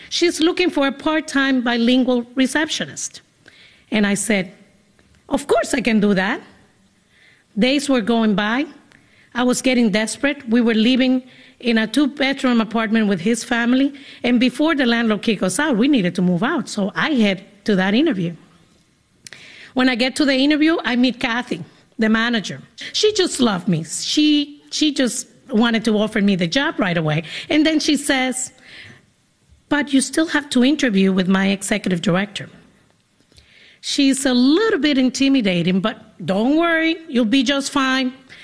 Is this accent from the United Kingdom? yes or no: no; Dominican Republic; now in Boston, United States; I come to Boston from the Dominican Republic with one suitcase. My suitcase was full of books and many dreams. It was a very heavy suitcase. When Dominicans emigrate to the United States, we give away all our clothes and our belongings.